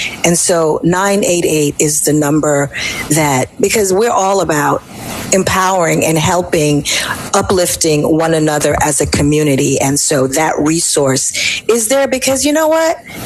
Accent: Jamaica; So I was like, I'm a Jamaican citizen. Like, I'm an American citizen, dual citizenship. But I said, I'm from Jamaica.

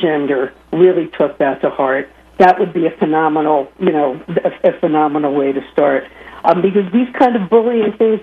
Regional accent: Philadelphia, Pennsylvania, United States; I'm a Philadelphian

